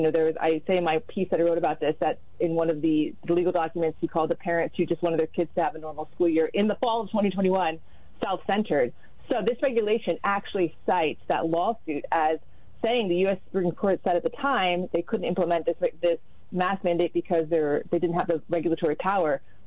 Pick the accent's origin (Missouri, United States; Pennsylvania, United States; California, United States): Pennsylvania, United States; as a woman, as a someone who was born and bred in Pennsylvania.